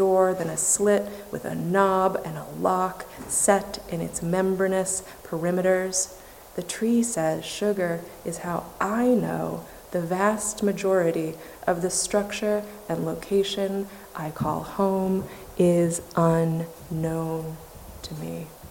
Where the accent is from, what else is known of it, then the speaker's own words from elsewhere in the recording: New England, United States; I'm not even a descendant of the Puritans, though I grew up in New England